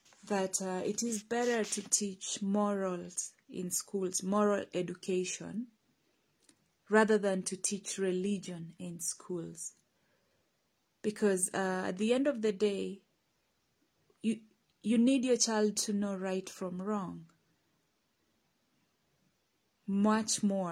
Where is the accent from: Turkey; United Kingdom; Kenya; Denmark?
Kenya; my home country, Kenya